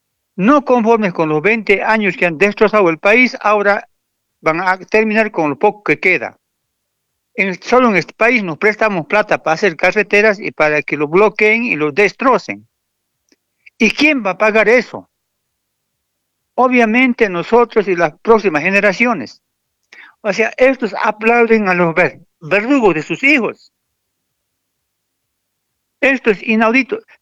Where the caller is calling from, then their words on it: Tarija, Bolivia; Yo también soy de ojotas, de poncho, soy chapaco. Y me creo campesino